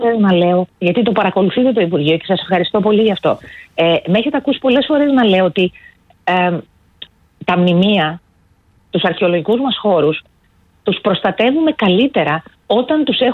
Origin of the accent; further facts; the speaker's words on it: Greece; η πατρίδα μας, η Ελλάδα, έχει ένα τεράστιο προνόμιο.